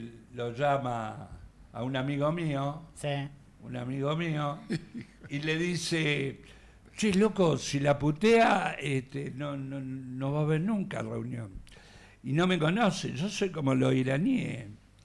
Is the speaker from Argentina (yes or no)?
yes; Gregorio de Laferrere, Buenos Aires Province, Argentina; Yo soy negro de la Ferrere.